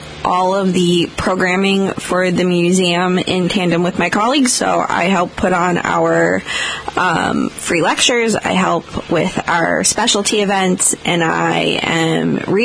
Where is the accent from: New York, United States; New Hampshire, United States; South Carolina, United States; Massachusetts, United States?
Massachusetts, United States; moved away; I grew up in Western Mass, very close to a historic house museum.